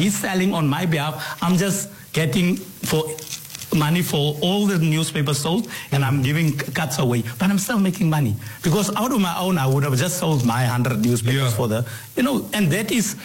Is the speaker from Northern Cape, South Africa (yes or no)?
yes; Upington, Northern Cape, South Africa; also born or lived in Keetmanshoop, Namibia; Yeah. I was born in Kitmans in Namibia, but my parents, because I'm a granny's child, so they moved back to SA, and I grew up with them in Upington. I didn't grow up with my mother.